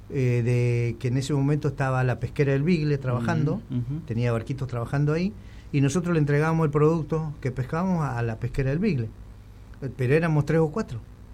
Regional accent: Río Grande, Tierra del Fuego, Argentina; Yo, que soy de acá, de Río Grande

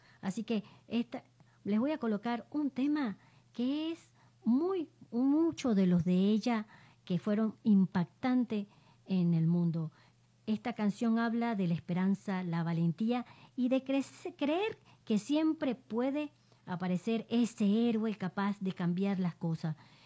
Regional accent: Venezuela; Venezuela siempre ha querido a la Argentina y ahora la queremos más.

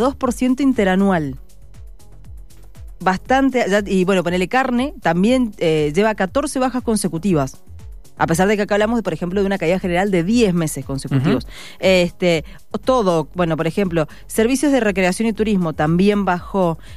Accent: Argentina; el consumo privado sigue cayendo en nuestro país

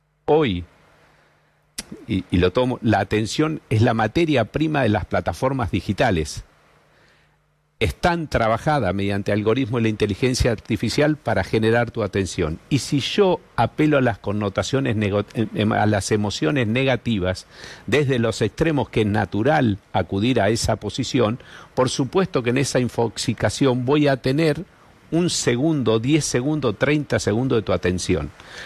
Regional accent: Argentina; Esto nos hace mucho mal como argentinos

